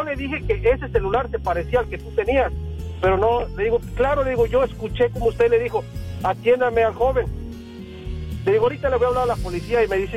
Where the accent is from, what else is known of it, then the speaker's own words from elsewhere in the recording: Puebla, Mexico; Mire, en mi caso fue de que yo iba llegando a la Ciudad de México. Yo soy de Puebla.